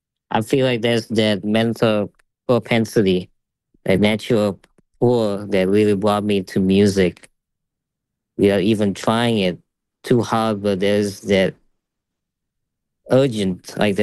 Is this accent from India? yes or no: no; Bali, Indonesia; born or raised there